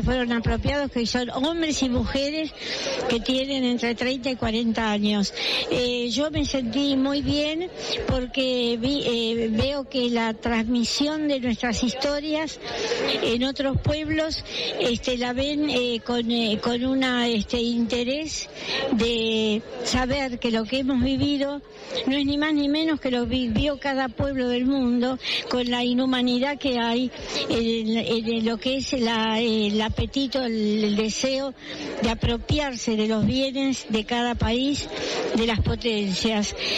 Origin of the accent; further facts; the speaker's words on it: Argentina; yo vengo de la Argentina, de esa lucha